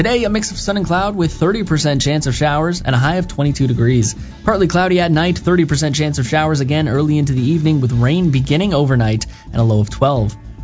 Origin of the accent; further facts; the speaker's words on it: Toronto, Ontario, Canada; Well, I'm from Toronto, and that song was